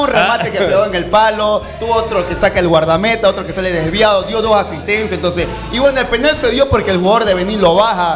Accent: Santa Cruz de la Sierra, Santa Cruz, Bolivia; no creen que yo soy boliviano. Yo en las redes sociales estoy cansado ya de decir que yo soy de Bolivia, Santa Cruz, Bolivia.

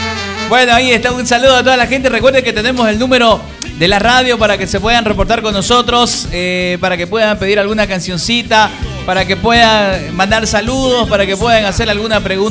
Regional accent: Santa Cruz, Bolivia

